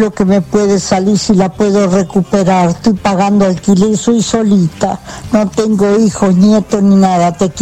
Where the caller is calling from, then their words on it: Monte Grande, Buenos Aires Province, Argentina; Soy de Monte Grande.